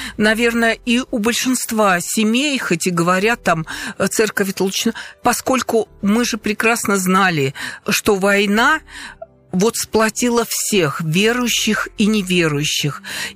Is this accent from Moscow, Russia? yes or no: no; Nizhny Novgorod Oblast, Russia; born there; also born or lived in Dzerzhinsk; мы уже приехали из Дзержинска и жили в сельской местности. Я училась в Филинской, в обычной школе